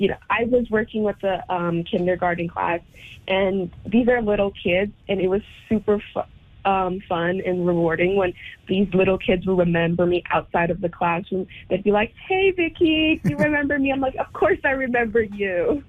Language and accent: English; Watson Lake, Yukon, Canada; born there; also born or lived in China